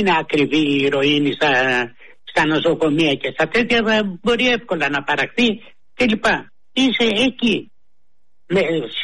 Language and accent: Greek; Greece; Σαν Έλληνες πατριώτες